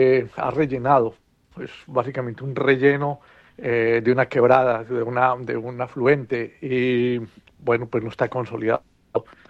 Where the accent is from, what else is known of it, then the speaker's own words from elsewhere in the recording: Manizales, Caldas, Colombia; yo debo además confesar que yo soy de Manizales y me crié alrededor de este tipo de fenómenos.